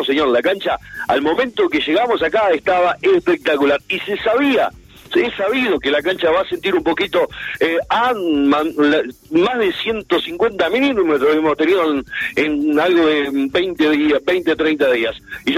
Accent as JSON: {"language": "Spanish", "country": "Uruguay", "said": "Rodrigo, te aprovecho para preguntarte, por ahí, como buen uruguayo, venimos sobre la hora"}